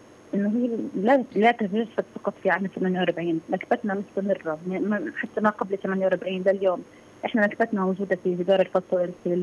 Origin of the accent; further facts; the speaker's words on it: Palestine; إحنا كشعب فلسطيني